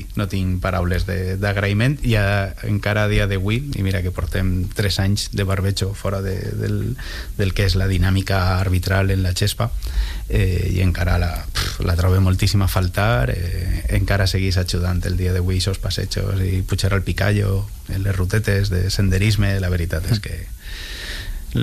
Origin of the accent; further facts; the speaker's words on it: Valencian Community, Spain; now in Valencia, Spain; cap al meu poble, cap al Ximià d'Alfara